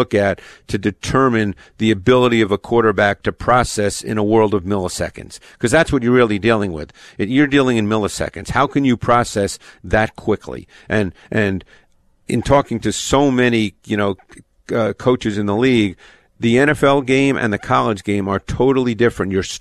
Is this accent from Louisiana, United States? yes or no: no; Queens, New York, United States; I know you're a Florida girl, but I grew up in Queens, and not a lot of high schools in New York City have football